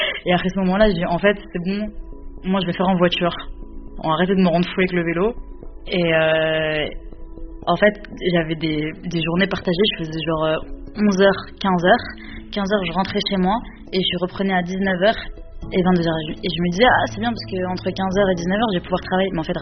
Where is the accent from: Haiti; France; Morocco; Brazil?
France; Metz, Grand Est; now in Créteil, France; J'ai grandi à Metz, donc je viens de la Lorraine, du 57, et aujourd'hui j'habite à Créteil dans le 94.